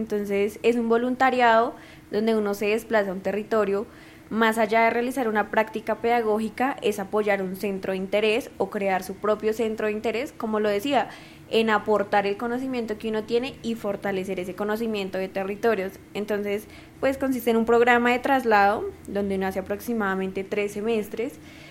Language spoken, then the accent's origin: Spanish; Bogotá, Colombia; yo vengo desde la ruralidad de Usme Pueblo, muy diferente la de Cundinamarca a la de Tolima, ¿no?